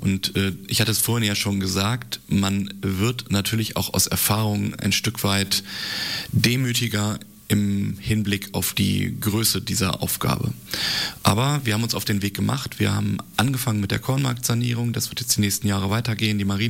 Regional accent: Northeim, Lower Saxony, Germany; Das ist hier meine Heimatstadt. Ich bin hier angetreten, weil ich was verändern will

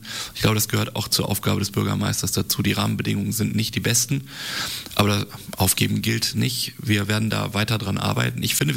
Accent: Northeim, Lower Saxony, Germany; Das ist hier meine Heimatstadt. Ich bin hier angetreten, weil ich was verändern will

